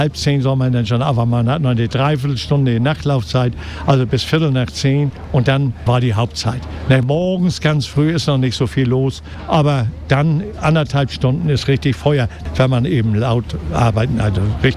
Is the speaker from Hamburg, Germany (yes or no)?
yes; Hamburg, Germany; Mein Urgroßvater, Großvater und Vater, alle in Hamburg geboren. Also ich bin waschechter Hamburger.